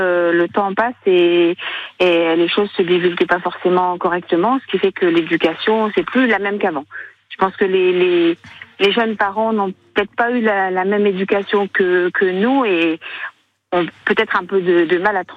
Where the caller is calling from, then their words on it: Argelès-sur-Mer, Occitanie, France; Argelès sur mer